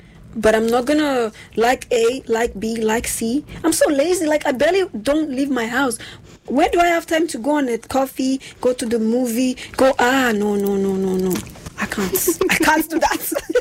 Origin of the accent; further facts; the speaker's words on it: Nigeria; especially because I'm from Nigeria, so lots of my friends are long distance.